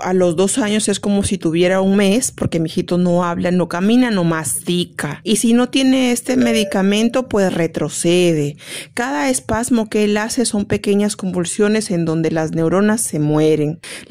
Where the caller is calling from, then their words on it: Piura, Peru; yo soy de Piura, viajar hasta Lima requiere un montón de plata